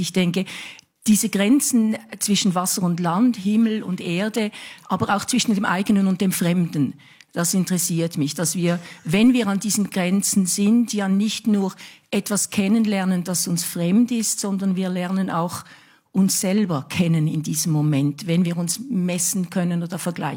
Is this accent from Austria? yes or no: no; Switzerland; moved away; Ich lebe auf einer Insel, ich komme aus der Schweiz, ich bin aber auch immer wieder in der Schweiz. Ich bin zwischen diesen beiden Ländern